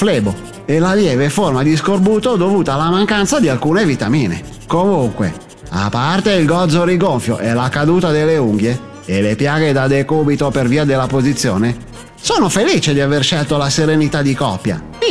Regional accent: Varese, Lombardy, Italy; born there; io che sono nato a Varese e ho origini ariano-vichinghe

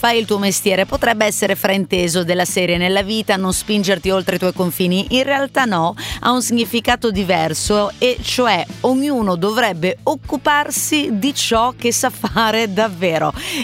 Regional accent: Messina, Sicily, Italy; now in Milan, Italy; anche perché vivo a Milano ma sono messinese.

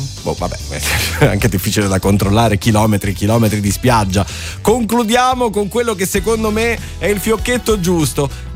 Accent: Sicily, Italy; moved away; al mio paese, no? In provincia di Agrigento

